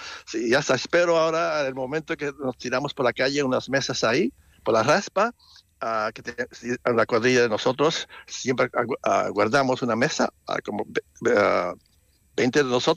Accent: Puerto Rico; now in Sweden; Yo fui criado en Puerto Rico, ahí tenían fiestas patronales, y para mí, como no vivo un sitio que tiene fiestas así

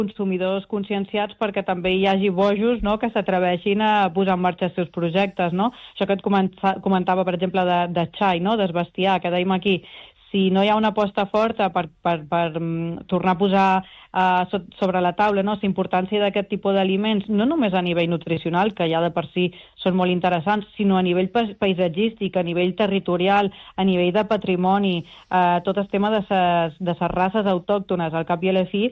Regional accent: Ibiza, Balearic Islands, Spain; per exemple, visc a una illa petita, jo sóc d'Eivissa

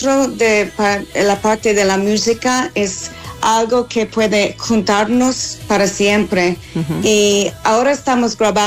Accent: Dundalk, Leinster, Ireland; born or raised there; Spanish is a second language

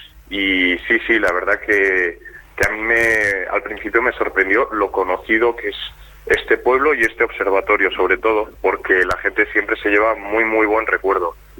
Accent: Bilbao, Basque Country, Spain; Venimos yo de Bilbao

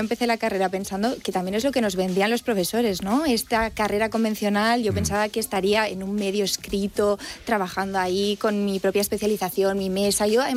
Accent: Barcelona, Catalonia, Spain; Soy de Barcelona.

